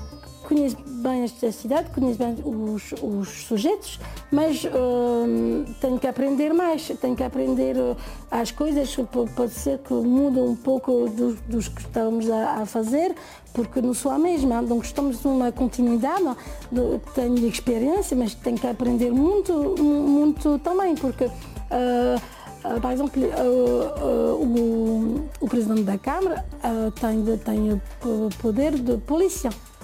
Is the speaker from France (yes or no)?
yes; France; Portuguese is a second language; also born or lived in Portugal; Fui feita em Portugal e nasci em França. E nós, os meus pais sempre pensaram voltar para Portugal.